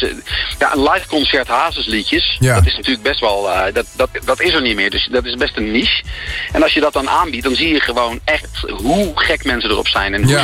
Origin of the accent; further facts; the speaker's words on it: Utrecht, Netherlands; Ik ben gewoon geen oorspronkelijk Amsterdammer. Ik kom zelfs uit Utrecht. Maar goed, ik ligt net in de provincie Utrecht.